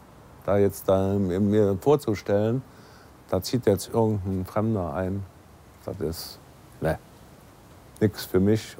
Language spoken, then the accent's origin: German; Kainberg, Germany; Tja, meine alte Heimat.